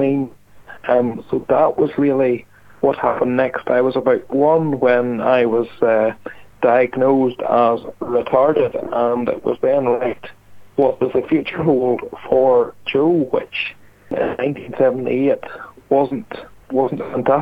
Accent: Ballymena, Northern Ireland, United Kingdom; campaigning for a special school for children with physical disabilities to be opened in my hometown of Ballymena.

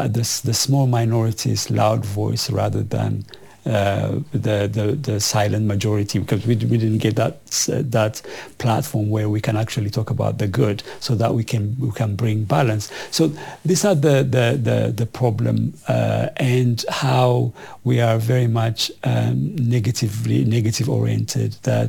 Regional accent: Ethiopia; moved away as an adult; now in United Kingdom; I'm from Ethiopia. I came with $250 in my pocket, knowing nothing about Britain, knowing English

